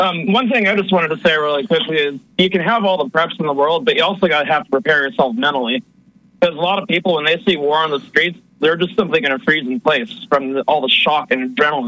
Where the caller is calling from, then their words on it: Seattle, Washington, United States; from the Communist Utopia of Seattle.